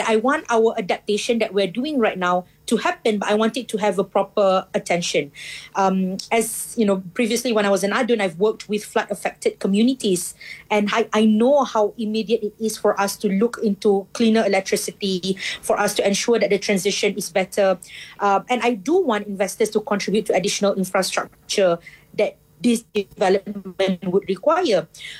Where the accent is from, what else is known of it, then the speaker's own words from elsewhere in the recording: Johor, Malaysia; I come from Johor